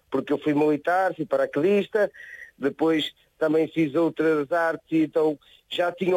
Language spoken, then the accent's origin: Portuguese; Aguda, Porto, Portugal; Ah, eu nasci aqui na Aguda, fui criado aqui na Aguda, neto de pescadores, sobrinho de pescadores, minha avó também foi peixeira